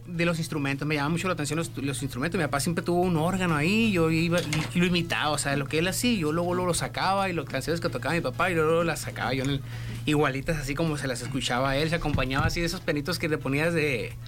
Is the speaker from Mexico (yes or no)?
yes; Hermosillo, Sonora, Mexico; soy de aquí, Hermosillo, orgullosamente de esta tierra, de esta ciudad del sol.